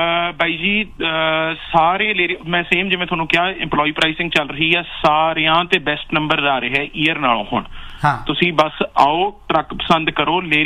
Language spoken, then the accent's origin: Punjabi; Patiala, Punjab, India; ਮੈਂ ਪਟਿਆਲੇ ਦਾ ਬਾਈ।